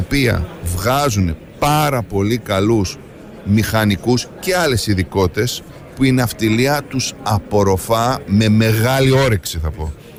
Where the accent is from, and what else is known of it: Greece